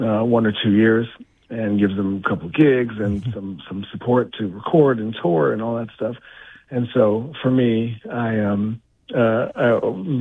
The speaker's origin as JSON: {"language": "English", "town": "Miami", "region": "Florida", "country": "United States", "tie": "born or raised there", "also_born_or_lived": "Montclair, New Jersey", "said": "I grew up in Miami, Florida."}